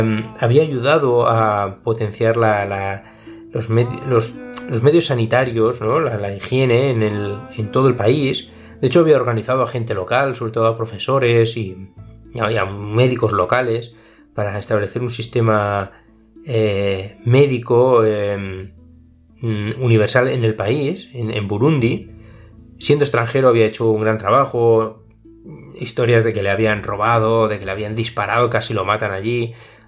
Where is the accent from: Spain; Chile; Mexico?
Spain; se enteran, vaya, que eres español